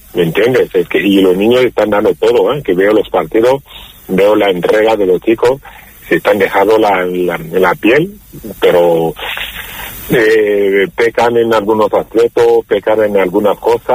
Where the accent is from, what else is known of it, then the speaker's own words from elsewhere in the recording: Málaga, Andalusia, Spain; como malagueño y malaguista, sería un sueño volver a primera